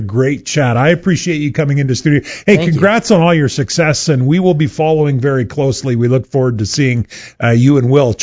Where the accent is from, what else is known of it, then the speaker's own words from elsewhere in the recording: Abernethy, Saskatchewan, Canada; By the way, a little known fact, my hometown is Abernethy, Saskatchewan, the home of Len Thompson Fishing, you know, the Five of Diamonds?